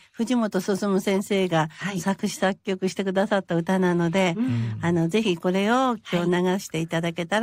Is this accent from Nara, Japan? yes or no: no; Hokkaido, Japan; now in Kunitachi, Japan; 北海道育ちで